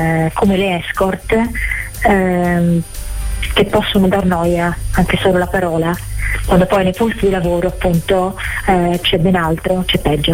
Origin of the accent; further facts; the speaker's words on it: Florence, Tuscany, Italy; sono di Firenze